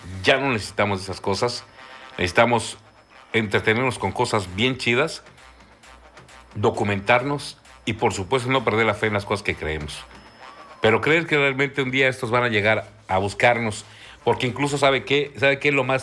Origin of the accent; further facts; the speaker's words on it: Campeche, Mexico; Nosotros aquí en Campeche o en la región del sureste sabemos prepararnos ante un huracán.